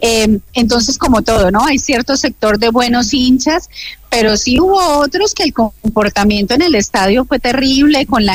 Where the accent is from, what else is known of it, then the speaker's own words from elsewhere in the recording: Colombia; nosotros como colombianos lo sufrimos por ahí en una Copa América